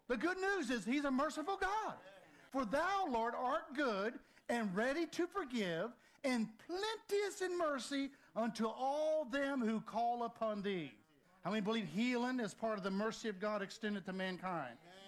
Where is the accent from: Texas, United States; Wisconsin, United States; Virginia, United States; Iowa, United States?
Virginia, United States; Helltown; I'm a preacher from Helltown, Virginia. This place used to be documented Helltown.